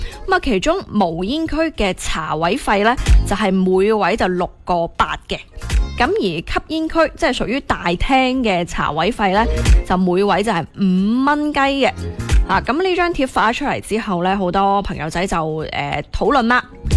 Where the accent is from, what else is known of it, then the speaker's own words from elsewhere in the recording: Guangdong, China; 作为广东人